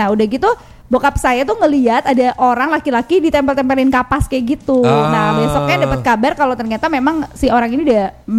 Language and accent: Indonesian; Jakarta, Indonesia; kita masa kecil di Jakarta